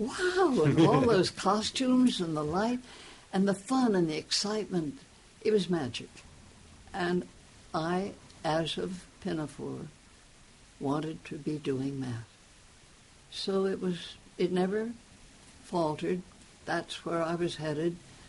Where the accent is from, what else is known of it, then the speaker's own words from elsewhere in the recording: New York City, New York, United States; I grew up in New York City, a few dozen blocks from Broadway, but it was also Depression years, my childhood and early teens